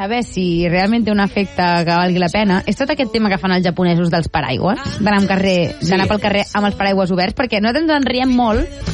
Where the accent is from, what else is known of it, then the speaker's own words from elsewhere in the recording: Blanes, Catalonia, Spain; soc de Blanes. Llavors, tota la meva adolescència l'he viscut a la platja